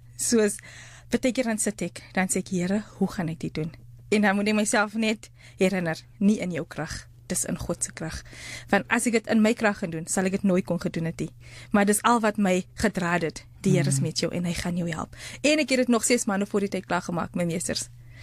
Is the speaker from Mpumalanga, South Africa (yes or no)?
no; Johannesburg, Gauteng, South Africa; ek kom van Nucle, Westbury af, net hier om die draai van die SAIK af.